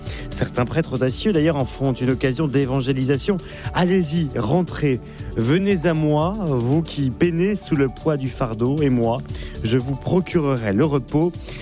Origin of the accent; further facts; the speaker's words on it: Brest, Brittany, France; J'ai grandi à Brest, quand le mercure dépassait les 24-25, on appelait ça canicule.